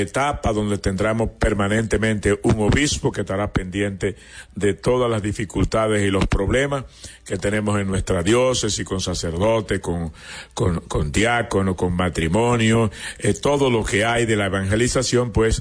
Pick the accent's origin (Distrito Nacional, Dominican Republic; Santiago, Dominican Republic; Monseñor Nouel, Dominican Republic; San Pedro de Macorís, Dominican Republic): Monseñor Nouel, Dominican Republic; born there; la parroquia Santo Tomás de Juma, allá donde yo nací